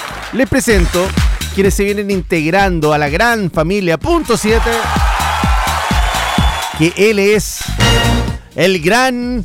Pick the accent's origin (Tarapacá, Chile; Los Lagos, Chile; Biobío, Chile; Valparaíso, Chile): Los Lagos, Chile; yo que soy oriundo de Lago Chapo, el gran Lago Chapo.